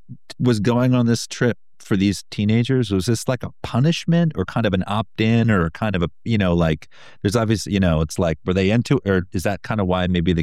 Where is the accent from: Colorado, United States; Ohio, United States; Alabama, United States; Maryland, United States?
Maryland, United States; I grew up in Maryland